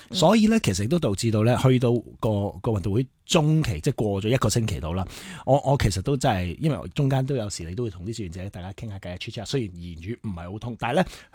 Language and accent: Cantonese; Hong Kong; 我们是香港人